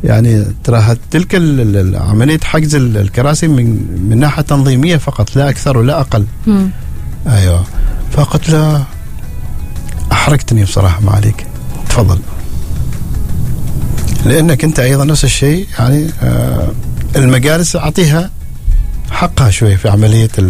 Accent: Oman; هذه من شيمة العماني هكذا تربيتنا كذا نحن كعمانيين نشأتنا هكذا يعني

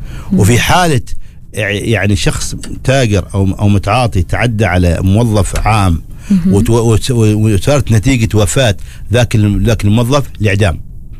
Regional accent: Oman; عندنا في سلطنة عمان

